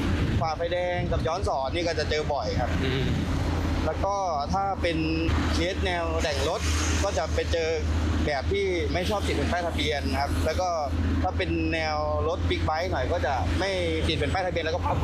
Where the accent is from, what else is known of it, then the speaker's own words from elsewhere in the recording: Isan, Thailand; ผมเป็นคนอีสาน